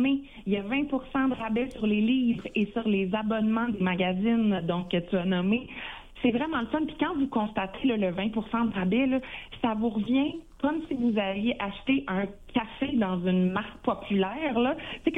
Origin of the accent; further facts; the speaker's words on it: Drummondville, Quebec, Canada; je viens de Drummondville, là, je viens du centre du Québec, je viens de région.